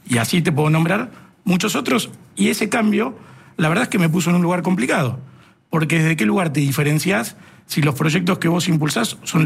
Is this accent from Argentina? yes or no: yes; Buenos Aires, Argentina; Y yo soy un político porteño que hace política en la Ciudad de Buenos Aires